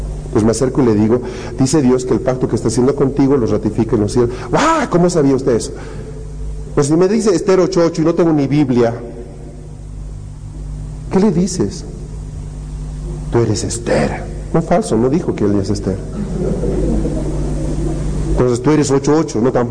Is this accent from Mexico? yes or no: no; La Paz, Bolivia; Yo crecí en una zona en Bolonia donde yo veía a los conscriptos cómo hacían el servicio militar. Bolonia era conocido por ser una zona militar. De hecho, vivieron presidentes de Bolivia en Bolonia.